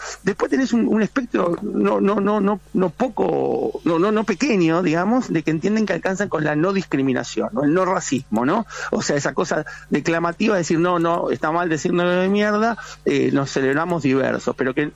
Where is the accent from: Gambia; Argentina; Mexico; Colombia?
Argentina; quienes somos los argentinos